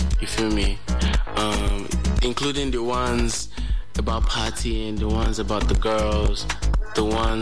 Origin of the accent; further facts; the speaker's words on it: Nigeria; everyone tends to recognize what it's like being a Nigerian through our music.